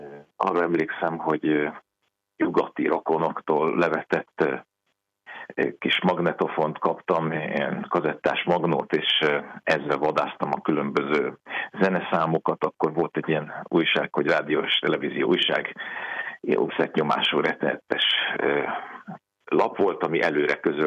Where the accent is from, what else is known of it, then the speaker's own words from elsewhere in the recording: Hungary; én elsősorban ember vagyok, magyar vagyok, apa vagyok, és minden utána jön.